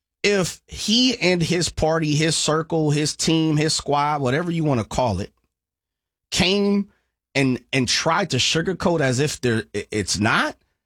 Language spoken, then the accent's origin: English; West Coast, United States; as someone who's born and raised on the West Coast